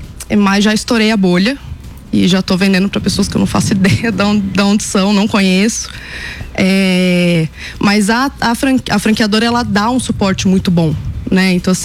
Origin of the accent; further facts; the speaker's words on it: São José dos Campos, São Paulo, Brazil; also born or lived in Japan / Germany; Eu sou de São José dos Campos e morei um ano no Japão.